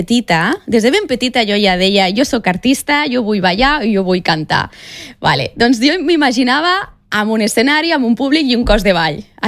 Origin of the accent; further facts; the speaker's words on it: Catalonia, Spain; catalana perquè sóc catalana, el meu cor és català, estimo la meva terra